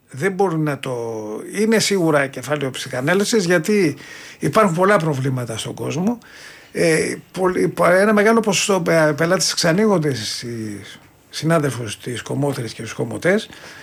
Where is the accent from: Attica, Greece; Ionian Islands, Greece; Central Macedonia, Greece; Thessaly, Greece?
Attica, Greece; Peristeri; Εγώ μεγάλωσα στο Περιστέρι βασικά.